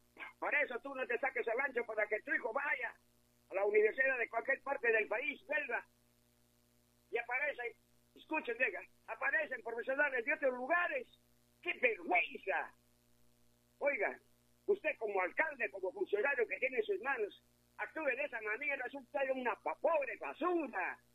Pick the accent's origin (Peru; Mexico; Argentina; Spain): Peru; todos somos peruanos